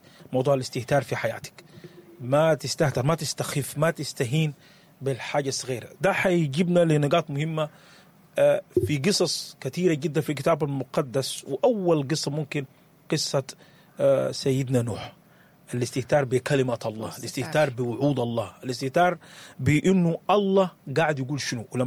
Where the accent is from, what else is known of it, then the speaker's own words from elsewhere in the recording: Sudan; لو إحنا رجعنا لها كسودانيين